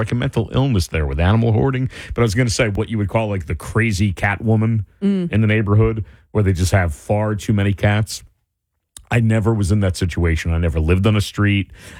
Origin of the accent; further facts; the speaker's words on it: Rahway, New Jersey, United States; I know it well. I grew up in Rahway.